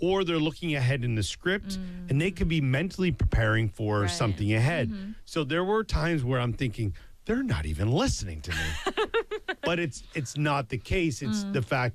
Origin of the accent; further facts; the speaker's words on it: Canada; I think as a Canadian